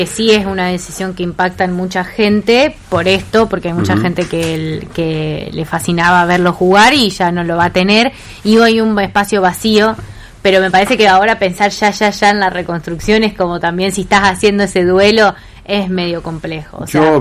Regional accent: Argentina

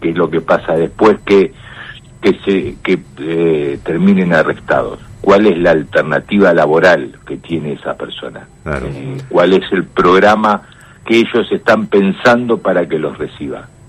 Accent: Rafaela, Santa Fe, Argentina; yo vengo de Rafaela, trabajé mucho tiempo en la municipalidad de Rafaela.

